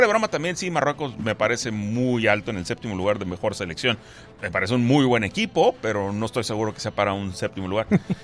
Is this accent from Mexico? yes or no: yes; Mexico; Yo no te digo que no, soy mexicano, le voy a la selección mexicana